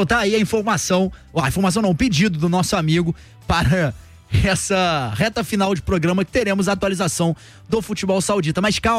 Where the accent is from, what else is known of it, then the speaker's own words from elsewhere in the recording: Rio de Janeiro, Brazil; É, porque eu sou da Vila da Penha.